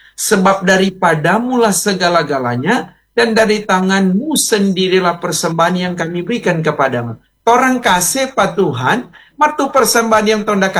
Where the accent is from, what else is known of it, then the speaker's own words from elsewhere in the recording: Manado, North Sulawesi, Indonesia; Meskipun kita orang Manado, Mike. Iya, dapat rasanya nyenda enak dang, ya.